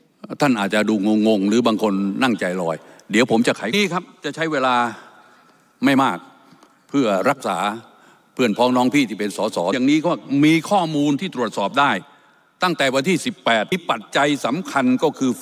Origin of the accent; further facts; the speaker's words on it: Rayong, Thailand; ผมเป็นคนจังหวัดระยอง